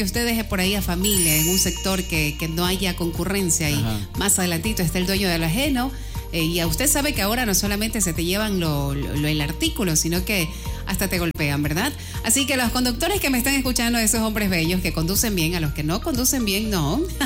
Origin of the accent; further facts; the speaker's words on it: Milagro, Guayas, Ecuador; Si yo soy milagreña, en mi cédula, yo nací en Milagro realmente, pero le digo... Yo pero nací